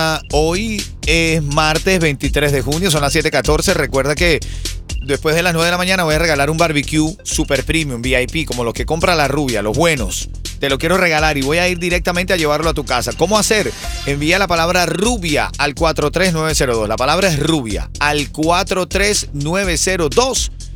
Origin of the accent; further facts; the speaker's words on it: Venezuela; Yo soy venezolano, nacionalizado cubano, ajá, con raíces colombianas.